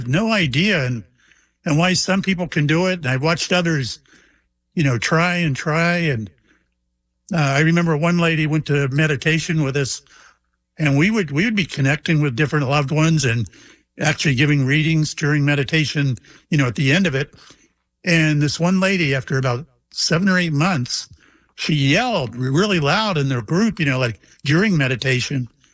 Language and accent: English; Mayport, Florida, United States; born or raised there